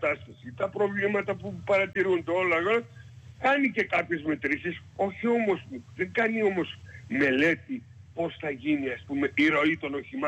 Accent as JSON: {"language": "Greek", "town": "Apolakkia", "region": "South Aegean", "country": "Greece", "moved": "yes", "lives_now": "Rhodes, Greece", "said": "για να πάω στο χωριό μου μέχρι τώρα ήταν 1 ώρα και 10 λεπτά, στην Απολακιά"}